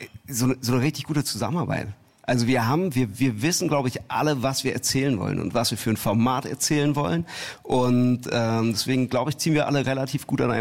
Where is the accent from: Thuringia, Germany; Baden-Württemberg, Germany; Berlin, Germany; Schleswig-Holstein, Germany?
Berlin, Germany; moved away as an adult; now in Hamburg, Germany; Ich bin gebürtig aus Berlin. Mhm. Ich lebe aber seit 4 Jahren in Hamburg.